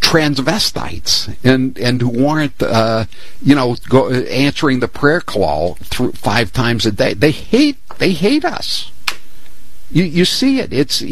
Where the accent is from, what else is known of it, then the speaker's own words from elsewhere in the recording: Massachusetts, United States; also born or lived in Maine; I fit all those categories except being born in Massachusetts. I was born in Maine, which is kind of like with an asterisk, by the way, because it used to be Massachusetts.